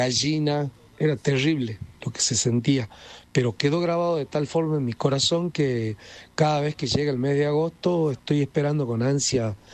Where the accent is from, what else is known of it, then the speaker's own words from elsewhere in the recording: San Salvador de Jujuy, Jujuy, Argentina; de Jujuy. Un grato recuerdo que tengo de mi querida ciudad de San Salvador de Jujuy